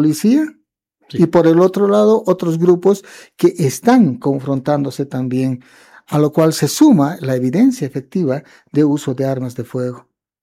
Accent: Bolivia; no hemos tenido la oportunidad de volver, digamos, a mirarnos como bolivianos, como bolivianas

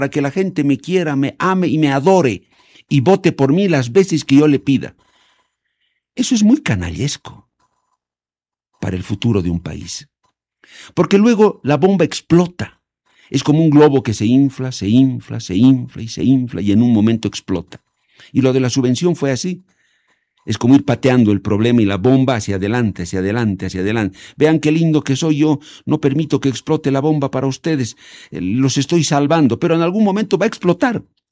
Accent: Bolivia; exigir a todos los trabajadores, que somos los bolivianos, en realidad todos, que trabajemos por igual

